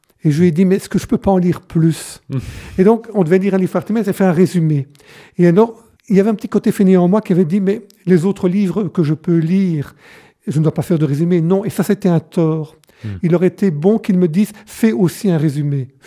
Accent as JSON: {"language": "French", "area": "Pottes", "region": "Wallonia", "country": "Belgium", "tie": "born there", "said": "Alors, je suis né plutôt à Poth, donc c'est une petite ville à quelques kilomètres de Tournai, dans le Tournaisie donc. Et mes parents étaient fermiers, paysans, comme on dit. Et donc, je suis né en 1952"}